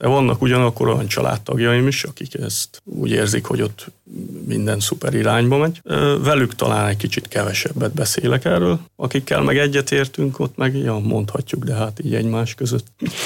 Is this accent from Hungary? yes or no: yes; Hungary; moved away as an adult; now in Linz, Austria